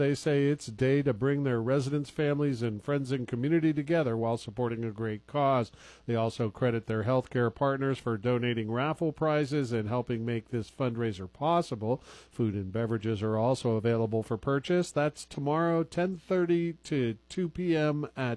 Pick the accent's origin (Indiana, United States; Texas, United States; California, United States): California, United States; San Francisco; growing up in San Francisco right next to the Presidio, it was a military base, now it's a park